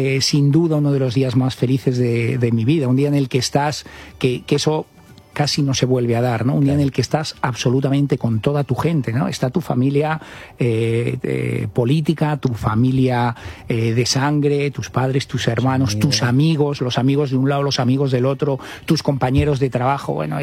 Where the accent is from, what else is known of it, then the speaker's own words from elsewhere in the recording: Cigales, Castile and León, Spain; pues nos casamos en Cigales, que era mi pueblo.